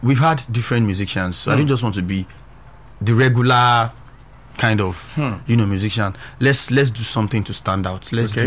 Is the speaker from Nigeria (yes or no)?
yes; Abeokuta, Ogun, Nigeria; I hail from Abeokuta.